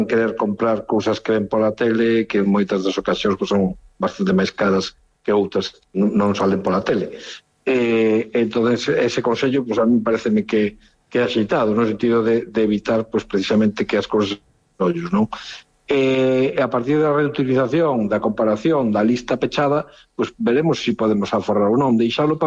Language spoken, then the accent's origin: Galician; Lugo, Galicia, Spain